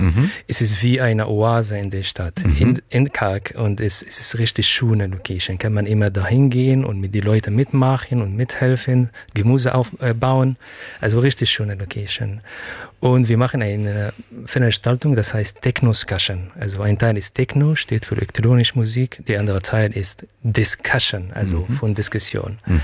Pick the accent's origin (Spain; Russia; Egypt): Egypt; now in Cologne, Germany; Also, ich wohne in Köln, ich komme aus Ägypten, aber.